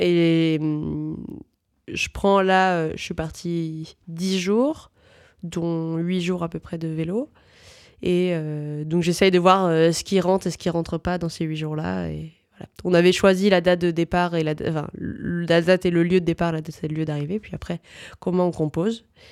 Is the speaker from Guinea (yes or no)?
no; Lyon, Auvergne-Rhône-Alpes, France; Moi, je suis lyonnaise d'origine. Tout de suite, grandi dans une grande ville qui n'était pas du tout aménagée quand j'étais plus jeune.